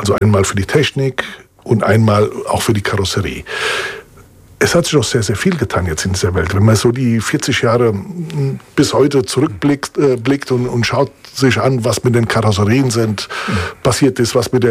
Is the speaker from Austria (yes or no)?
no; Italy; now in Germany; kam als Italiener